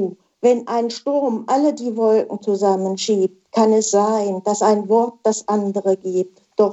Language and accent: German; Central Germany, Germany; ich bin hier in Mitteldeutschland aufgewachsen